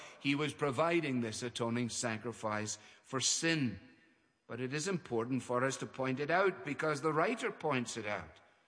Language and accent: English; Scotland, United Kingdom; Even as a Scotsman, I cannot bear the thought of that poor soul going back to the end of that thing.